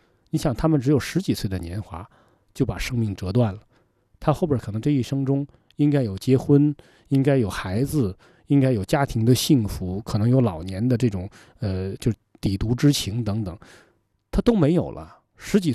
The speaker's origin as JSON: {"language": "Chinese", "country": "China", "said": "他是中国人，我也是中国人，那他在那么艰难的情况下他能挺过来，我也跟他流的一样的血，我凭什么挺不过来？"}